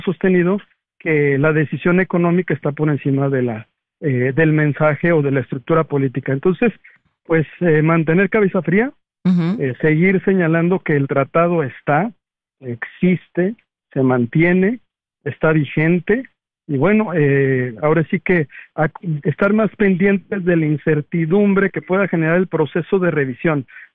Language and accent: Spanish; Tijuana, Baja California, Mexico; nosotros que somos del norte, de Tijuana, de la frontera, que lo vivimos diariamente y lo respiramos